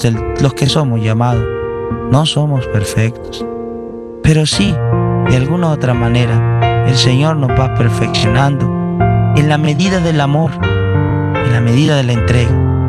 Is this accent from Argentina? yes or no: no; Nicaragua; Vengo de Nicaragua, el país del famoso poeta Rubén Darío. Me encanta la poesía.